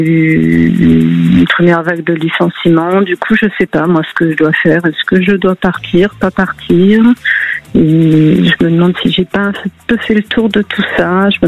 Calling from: Île-de-France, France; je suis dans le 77, en Seine-et-Marne

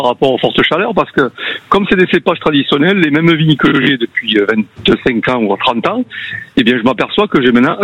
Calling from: Marseillan, Occitanie, France; Ah, je suis à Marseillan, exactement.

